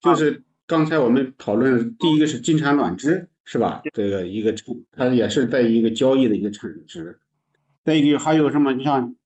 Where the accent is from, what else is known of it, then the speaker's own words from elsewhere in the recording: Shandong, China; 我们山东人还跑到海南去养去了，开个玩笑就是。做知了猴这个事，可能也是我们山东人把它扩散出去了。